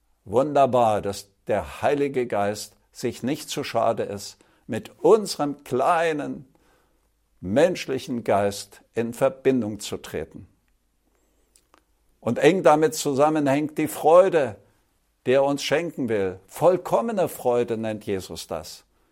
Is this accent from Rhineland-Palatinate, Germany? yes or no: no; Saxony, Germany; ich komme ja aus Sachsen.